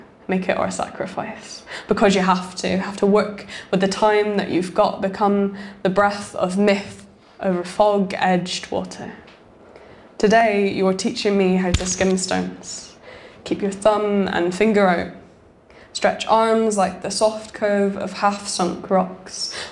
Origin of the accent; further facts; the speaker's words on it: Scotland, United Kingdom; I grew up in Scotland. And sometimes I really miss going back